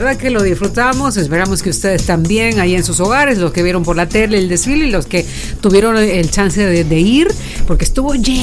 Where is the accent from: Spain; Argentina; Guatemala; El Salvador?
El Salvador; Y qué mejor manera de mostrarle al mundo con orgullo que somos salvadoreños.